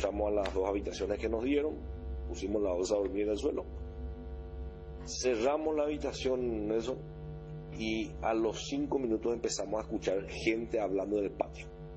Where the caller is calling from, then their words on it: Asunción, Paraguay; siendo citadino, siendo asunceno.